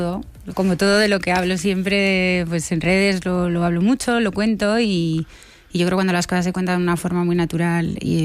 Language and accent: Spanish; Bilbao, Basque Country, Spain; lo primero es que yo soy de Bilbao y no voy en avión nunca a Bilbao.